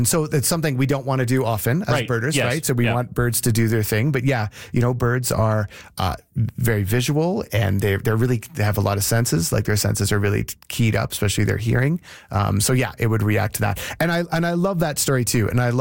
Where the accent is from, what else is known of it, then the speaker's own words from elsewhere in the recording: Ontario, Canada; growing up in Central Ontario and canoeing